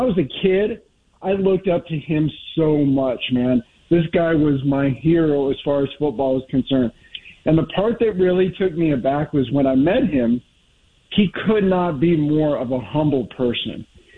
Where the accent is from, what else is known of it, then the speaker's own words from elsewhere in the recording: California, United States; now in Oregon, United States; from Oregon, I was raised in the Monterey Bay of California